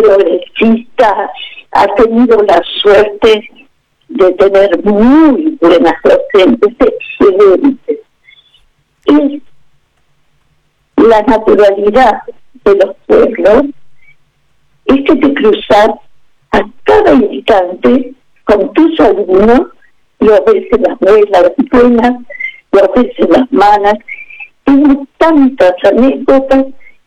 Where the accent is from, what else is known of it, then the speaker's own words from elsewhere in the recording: Villalonga, Buenos Aires Province, Argentina; born there; now in Bahía Blanca, Argentina; pero viví muchos años en Villalonga, por eso lo llamo mi pueblo.